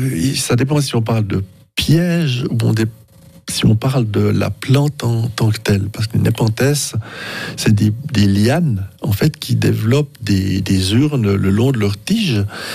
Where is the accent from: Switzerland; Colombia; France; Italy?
Switzerland; Alors oui, comme on l'a dit, là, dans les tourbières, au bois des lattes, Roussagnoli, on en trouve bien sûr aussi dans les Franches-Montagnes